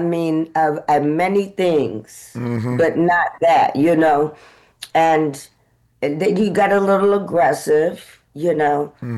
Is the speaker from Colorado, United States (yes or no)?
no; Atlanta, Georgia, United States; born there; moved away; also born or lived in Boston, Massachusetts / Port Chester, New York / New York; I was raised in Atlanta and grew up in New York because I was actually born in Boston, and then we moved to Port Chester, New York, which is, you know, near Mount Vernon and White Plains. And when I was seven, going into the second grade, we moved to Atlanta.